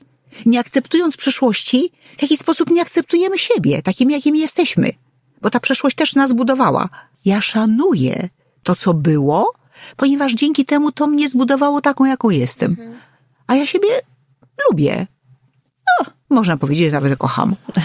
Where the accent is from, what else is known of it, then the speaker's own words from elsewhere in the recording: Podlaskie Voivodeship, Poland; Ja jestem, że tak powiem, ze ściany wschodniej, czyli jestem spod Białegostoku. W tej chwili właściwie już jest to dzielnica Białegostoku.